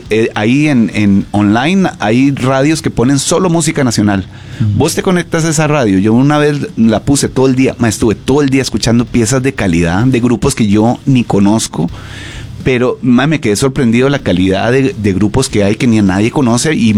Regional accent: Costa Rica; La identidad que tenemos como ticos se expresa en la música, en el arte, siempre.

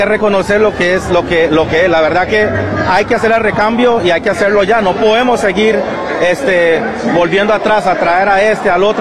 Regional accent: Costa Rica

